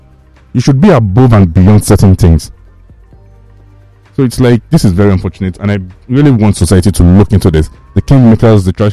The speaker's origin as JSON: {"language": "English", "country": "Nigeria", "said": "as a Nigerian"}